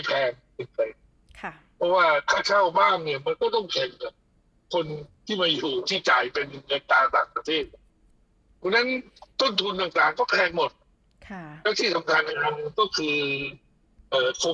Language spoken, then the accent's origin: Thai; Phuket, Thailand; ภูเก็ตเนี่ยผมเป็นบ้านเกิดผมนะ